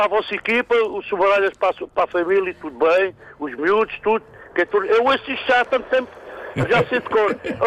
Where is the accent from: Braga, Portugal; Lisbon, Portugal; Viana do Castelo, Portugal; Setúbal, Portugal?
Setúbal, Portugal; Moita; born there; moved away as an adult; now in Lançada, Portugal; Há 70 anos que eu nasci no Rosário.